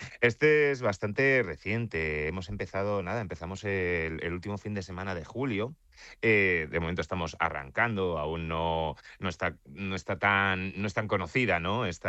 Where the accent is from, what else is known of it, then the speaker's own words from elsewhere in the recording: Alicante, Valencian Community, Spain; un aspecto que muchas veces olvidamos como alicantinos es que la Guerra Civil acabó aquí en Alicante. Fuimos el último reducto en ser tomado.